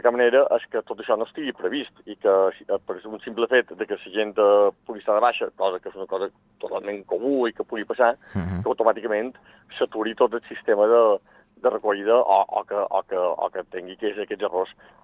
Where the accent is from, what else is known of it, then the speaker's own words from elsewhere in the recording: Sóller, Balearic Islands, Spain; som dels municipis de Mallorca que paguem el rebut de fems més alt